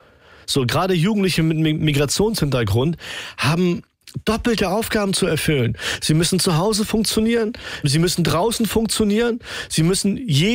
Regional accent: Germany; born there; Ich bin hier geboren, 88, in Stolzburg. So, spreche Hochdeutsch.

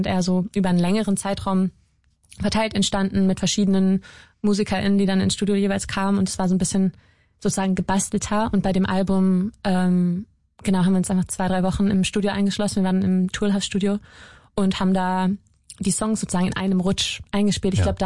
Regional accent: Hildesheim, Lower Saxony, Germany; now in Hamburg, Germany; Ursprünglich komme ich aus der Nähe von Hannover.

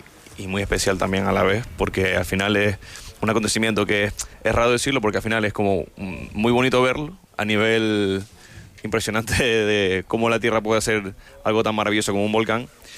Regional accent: the Valley, La Palma, Canary Islands, Spain; now in Madrid, Spain; al final somos todos del Valle.

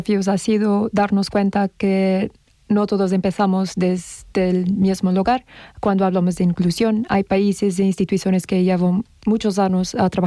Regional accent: Portugal

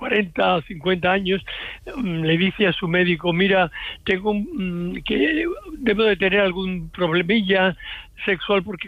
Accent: Seville, Andalusia, Spain; born there

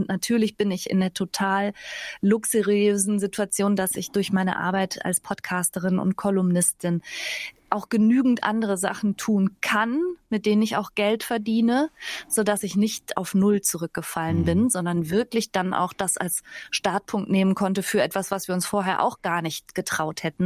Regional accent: Bergisch Gladbach, North Rhine-Westphalia, Germany

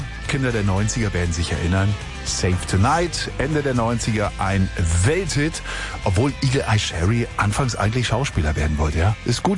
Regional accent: Weißwasser, Saxony, Germany; moved away; Sie selber kommen aus Spremberg, das ist auch im Grunde genommen meine Ecke, weil ich komme aus Weißwasser ursprünglich.

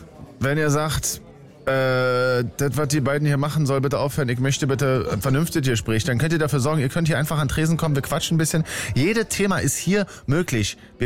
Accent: Berlin, Germany; Ja, boah, aber Proteindöner, dann als Berliner muss ich auch einschreiten.

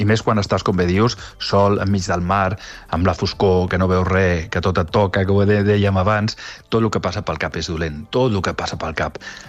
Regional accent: Catalonia, Spain; moved away as an adult; also born or lived in United States / Madrid; dels 18 anys vaig marxar de Catalunya, d'aquí el meu rovellat català que tinc, vaig marxar cap als Estats Units, vaig estar allà més d'una dècada, després vaig anar a Madrid, llavors parlo l'anglès

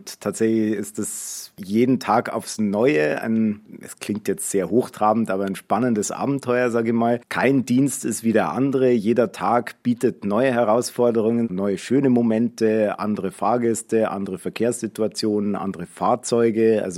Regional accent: Munich, Bavaria, Germany; Ich bin in Haidhausen aufgewachsen, quasi zwischen Max-Weber-Platz und Wiener-Platz.

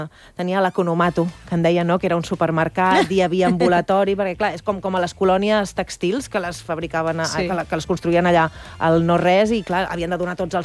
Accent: Barcelona, Catalonia, Spain; és una ruta per Sant Andreu, que és el meu poble. Bueno, ja aniràs veient que jo sóc molt andreuenca, estic molt arrelada al meu poble.

